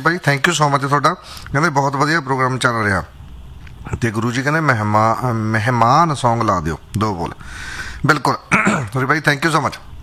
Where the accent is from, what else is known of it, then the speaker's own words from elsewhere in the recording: Gobindpura, Punjab, India; ਗੋਬਿੰਦਪੁਰਾ ਵਾਲੀ fake news ਹੈ, ਸਾਡਾ ਪਿੰਡ ਹੈ, ਸਾਡਾ ਪਿੰਡ ਹੈ ਉਹ।